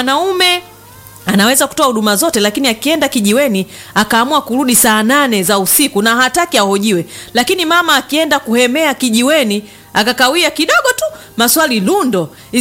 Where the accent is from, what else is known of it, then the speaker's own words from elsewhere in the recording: Tabora, Tanzania; ninatokea Tabora.